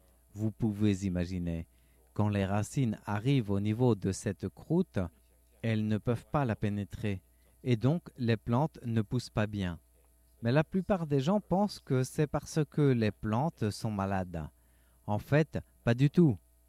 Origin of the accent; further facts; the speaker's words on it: Zhuqi, Chiayi County, Taiwan; Là, c'est d'où je viens, le comté de Chiayi à Zhuqi, où passe le petit train d'Alishan.